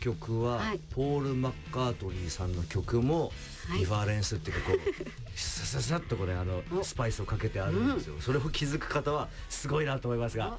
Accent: Sendai, Miyagi, Japan; born there

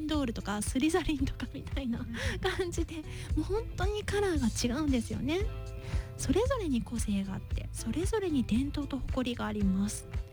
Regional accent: Tokushima, Japan; moved away; also born or lived in Kyoto; 私の地元徳島県には阿波踊りがあります。

